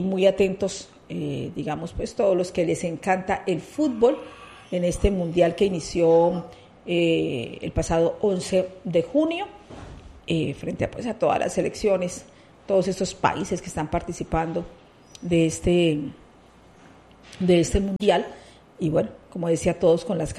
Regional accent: Colombia

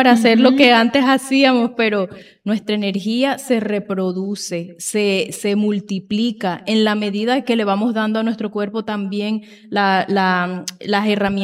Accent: San Juan del Cesar, Cesar, Colombia; traer este mensaje a San Juan, a mi tierra

